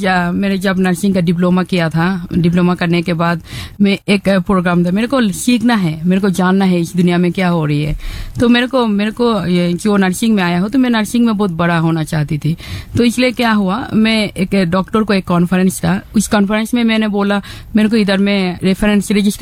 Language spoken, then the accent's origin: Hindi; Bangladesh; Hindi is a second language; हाँ, मैं क्या है, मैं बांग्लादेश से हूँ, लेकिन मैं जब छोटा था तब मेरा फादर सिबलिंग जी ने।